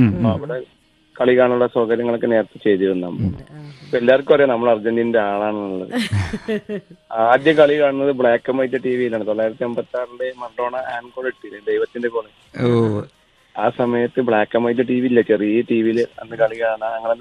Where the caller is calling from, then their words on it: Kottakkal, Kerala, India; വില്ലൂർ കോട്ടക്കൽ നിന്നാണ് വിളിക്കുന്നത്.